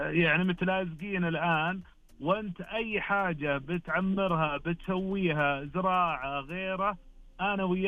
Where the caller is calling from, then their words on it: Al-Ahsa, Eastern Province, Saudi Arabia; وانا يعني من الاحساء واحب الزرع.